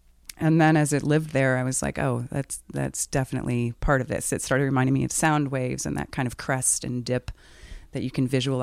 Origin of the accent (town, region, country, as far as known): United States